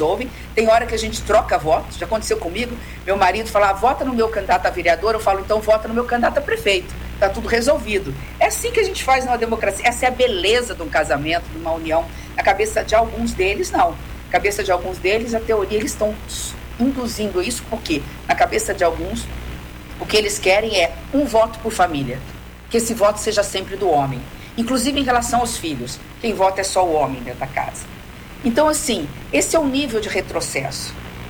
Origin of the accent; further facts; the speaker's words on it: Brazil; eu sei dialogar, porque eu sou do interior do Brasil, então eu conheço a mulher conservadora